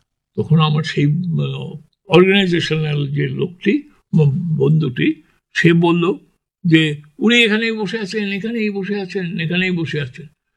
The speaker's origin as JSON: {"language": "Bangla", "region": "Delhi", "country": "India", "said": "আমি দিল্লির ছেলে"}